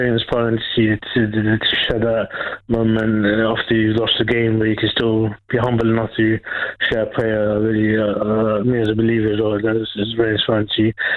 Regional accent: England, United Kingdom; And I'm from England, that's it. I'm dual citizenship.

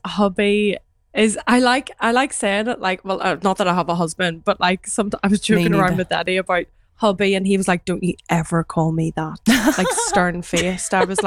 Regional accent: Northern Ireland, United Kingdom; accent: Northern Irish; my Northern Irish accent.

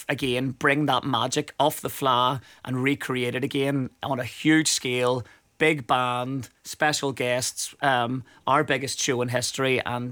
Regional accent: Belfast, Northern Ireland, United Kingdom; accent: Belfast; they made me sing it in my Belfast accent.

